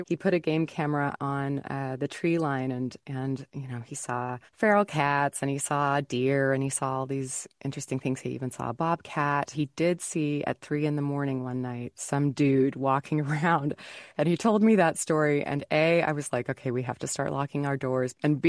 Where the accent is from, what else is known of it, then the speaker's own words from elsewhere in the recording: Kansas, United States; And when I say, you know, I'm from Kansas, they're like, oh, Dorothy.